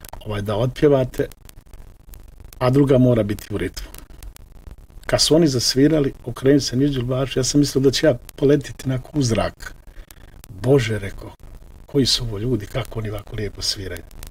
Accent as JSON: {"language": "Bosnian", "town": "Odžak", "region": "Federation of Bosnia and Herzegovina", "country": "Bosnia & Herzegovina", "said": "Prvo odakle ste, rekao sam da sam iz Odžaka, iz Posavine."}